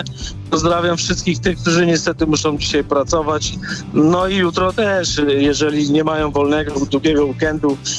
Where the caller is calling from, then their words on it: Łódź Voivodeship, Poland